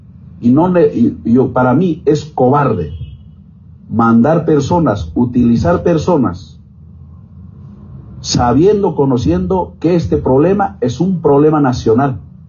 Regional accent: Cochabamba, Bolivia; no solo como gobernador, sino como un cochabambino más

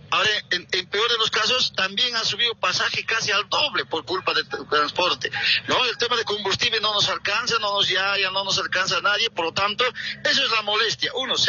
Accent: Bolivia; como cualquier boliviano, hemos sufrido bastante.

